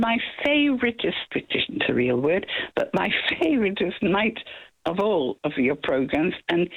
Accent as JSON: {"language": "English", "region": "Scotland", "country": "United Kingdom", "second_language": "English", "said": "I'm actually Scottish."}